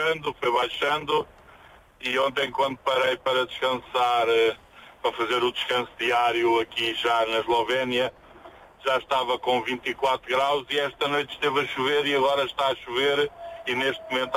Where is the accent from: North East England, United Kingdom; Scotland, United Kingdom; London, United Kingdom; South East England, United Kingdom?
Scotland, United Kingdom; Bellshill; Eu venho do norte da Europa. Eu venho do norte da Escócia.